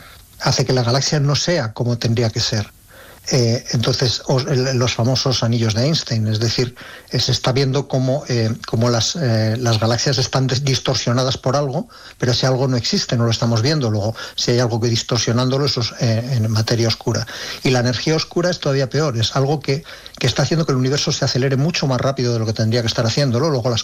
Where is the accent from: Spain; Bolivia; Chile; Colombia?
Spain; Ávila, Castile and León; Sí, yo soy de Ávila, y en Ávila tenemos unos cielos envidiables